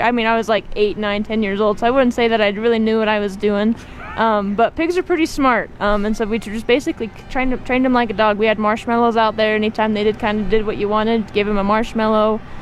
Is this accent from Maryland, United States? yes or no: no; Woodruff, Utah, United States; I grew up over in Woodruff, Utah, so Rich County, not too far away. I grew up on my family's cow-calf ranch.